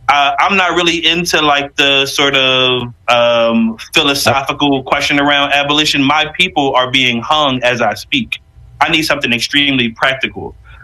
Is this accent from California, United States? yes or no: no; Philadelphia, Pennsylvania, United States; I'm from West Philly, been in Southwest Philly for most of my life.